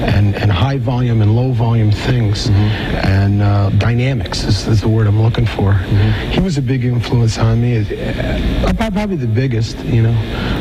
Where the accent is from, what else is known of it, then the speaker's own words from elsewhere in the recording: Detroit, Michigan, United States; Of course, Motown, since I'm from Detroit, you know.